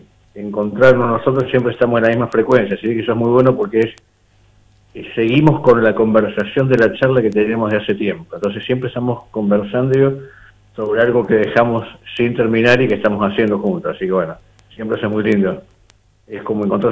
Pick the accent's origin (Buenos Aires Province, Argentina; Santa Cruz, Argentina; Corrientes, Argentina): Santa Cruz, Argentina; porque yo soy acá, soy de Santa Cruz